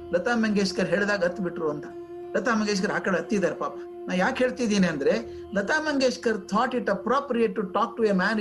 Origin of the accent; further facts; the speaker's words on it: Dharwad, Karnataka, India; accent: Marathi influence; ನನಗೆ ಮರಾಠಿ ಇನ್ಫ್ಲೂಯೆನ್ಸ್, ನಾವು ಧಾರವಾಡ ಕಡೆಯವರಿಗೆ ಮರಾಠಿ ಇನ್ಫ್ಲೂಯೆನ್ಸ್ ತುಂಬಾ ಜಾಸ್ತಿ.